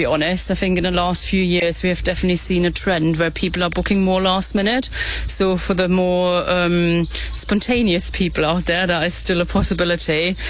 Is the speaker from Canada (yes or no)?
no; Germany; now in Narberth, United Kingdom; I've been here for 9 years now. I'm originally from Germany, but I've completely fallen in love with Pembrokeshire